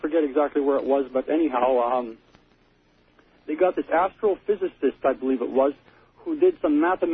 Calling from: Winnipeg, Manitoba, Canada; Yes, this is … calling from Winnipeg, Manitoba.

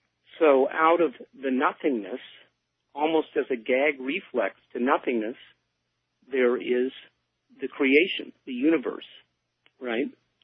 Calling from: Sebastopol, California, United States; in Sebastopol.

